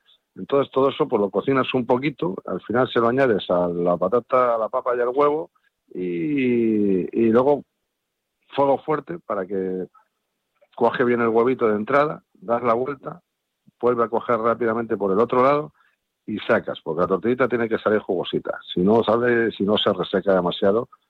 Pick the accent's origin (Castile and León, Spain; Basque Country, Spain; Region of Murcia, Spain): Castile and León, Spain; Valladolid; soy de Valladolid